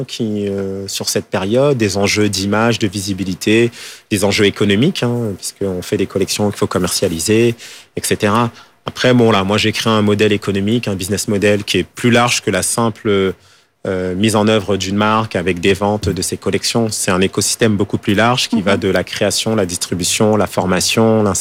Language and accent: French; Île-de-France, France; also born or lived in Paris; je suis né à Paris, 18e, mais j'ai grandi en banlieue.